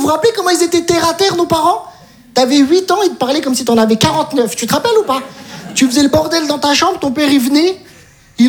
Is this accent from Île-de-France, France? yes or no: no; Metz, Grand Est, France; Je viens de Metz, j'ai tout abandonné.